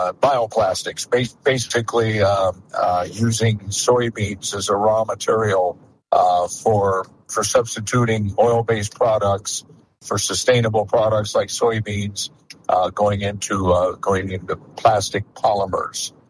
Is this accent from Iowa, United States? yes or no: yes; Iowa, United States; my home state of Iowa